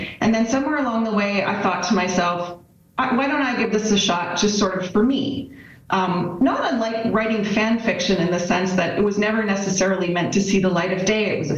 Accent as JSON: {"language": "English", "town": "Calgary", "region": "Alberta", "country": "Canada", "tie": "born or raised there", "also_born_or_lived": "New York City, United States", "moved": "yes", "said": "I was born and raised in Calgary, but in some ways a born New Yorker."}